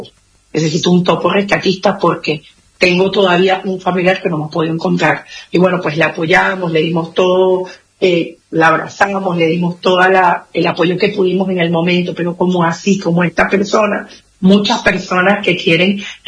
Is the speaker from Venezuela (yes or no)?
yes; Venezuela; Es increíble la solidaridad que ha tenido a mi pueblo, porque yo soy venezolana